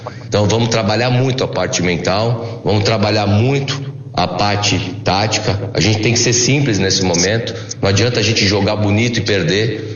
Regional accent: São Paulo, Brazil; Cara, eu sou aqui de São Paulo, né?

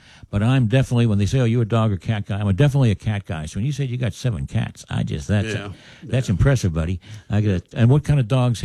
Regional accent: Uniontown, Pennsylvania, United States; I grew up in Uniontown.

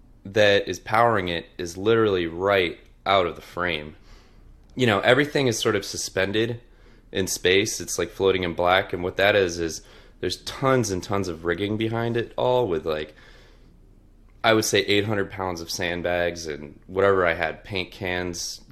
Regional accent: Delaware, United States; I grew up in Delaware, which is a big chemical sort of powerhouse, as were DuPont and a bunch of prescription drug companies are

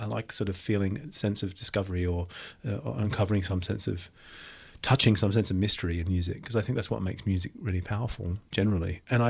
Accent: Greenwich, London, United Kingdom; born or raised there

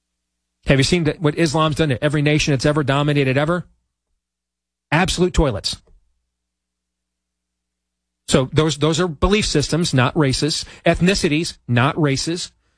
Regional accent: United States; I'm an American.

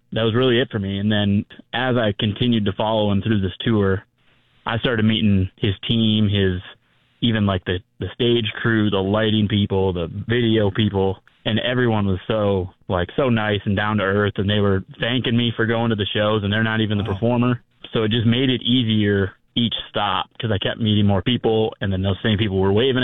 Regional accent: Minnesota, United States; now in Nashville, United States; I'm originally from Minnesota, but I live in Nashville now.

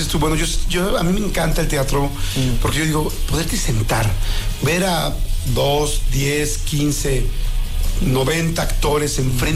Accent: Mexico; hace mucho tiempo que no me sentí orgulloso de gritar soy mexicano.

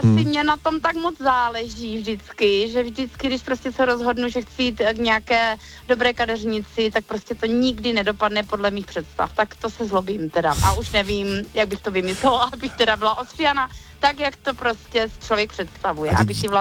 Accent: Šumperk, Olomouc Region, Czechia; also born or lived in United Kingdom; Já jsem ze Šumperka a ten přízvuk mám asi z toho důvodu, protože jsem dlouho žila v Británii a učím angličtinu, takže...

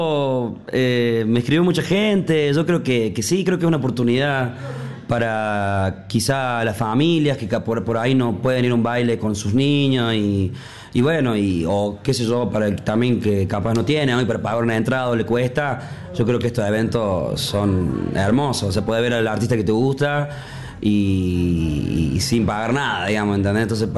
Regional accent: Córdoba, Argentina; como cordobés, me quedo con la versión cuarteto.

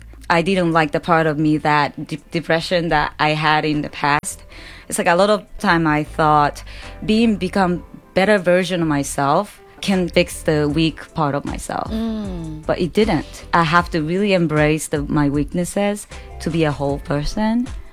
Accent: Osaka, Japan; English is a second language; moved away as an adult; also born or lived in New York City; now in Tokyo, Japan; So I'm from Osaka, originally Osaka. It's the second biggest city in Japan. And I grew up there, but when I turned 20 years old, I decided to come to New York City

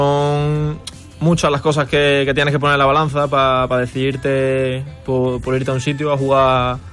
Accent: Córdoba, Andalusia, Spain; yo también soy de aquí de Córdoba, me pilla cerca de casa

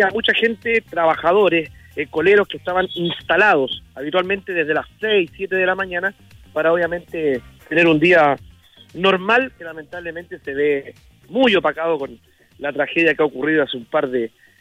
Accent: Viña del Mar, Valparaíso, Chile; yo que soy del sector de Gómez Carreño, voy a la feria Caupolicán

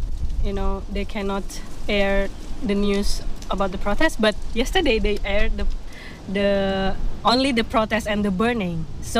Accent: Medan, North Sumatra, Indonesia; English is a second language; now in East Java, Indonesia; I'm based in between East Java, one city in East Java, and also my hometown in Medan, not Sumatra.

